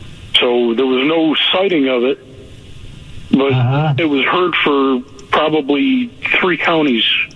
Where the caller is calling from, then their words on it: New York, United States; So I'm right in central New York.